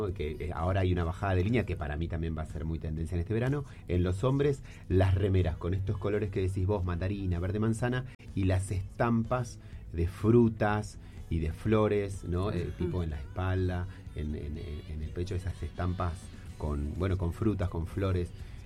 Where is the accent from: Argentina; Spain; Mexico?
Argentina; Tierra del Fuego; yo soy de acá, yo soy fueguino.